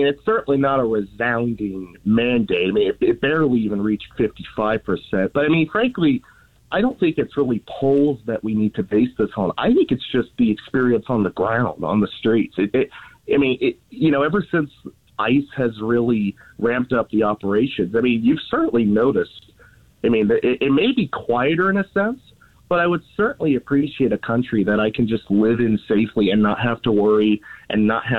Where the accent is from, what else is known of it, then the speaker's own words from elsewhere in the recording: United States; I'm a Hispanic, but I certainly don't look, you know, like your stereotypical. I'm not even Mexican originally. I'm American. I have generations of Americans.